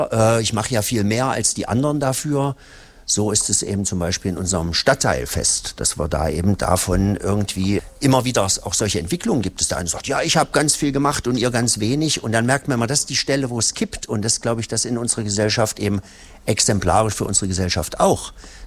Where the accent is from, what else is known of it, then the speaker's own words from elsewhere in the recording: Hettstedt, Saxony-Anhalt, Germany; also born or lived in Halle; now in Eisleben, Germany; Ich komme nämlich aus Hettstedt.